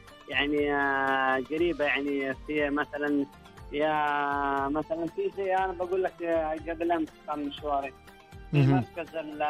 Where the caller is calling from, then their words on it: Medina Province, Saudi Arabia; أنا من ضواحي المدينة أنا أصل بعد العصر ممكن للمدينة وبعدين أرجع يعني تبعد عني 100 وشوية المدينة